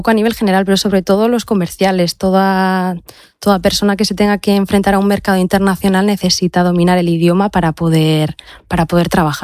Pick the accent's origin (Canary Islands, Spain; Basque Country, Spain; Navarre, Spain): Basque Country, Spain; Oiartzun; soy de Oiartzun.